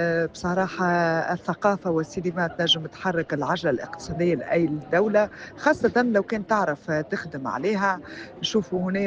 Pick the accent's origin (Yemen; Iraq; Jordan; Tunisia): Tunisia; في بلادنا